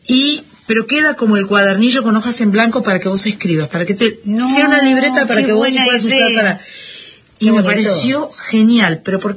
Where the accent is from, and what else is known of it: Argentina